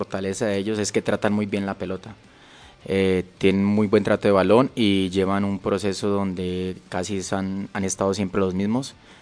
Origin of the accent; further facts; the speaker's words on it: Ibagué, Tolima, Colombia; moved away as an adult; now in Morelos, Mexico; Bueno, yo crecí en el centro del país, en Ibagué. Es una ciudad pequeña, muy similar a Cuernavaca. Un clima muy similar también. Algo de calor y la gente también muy hospitalaria, muy humana.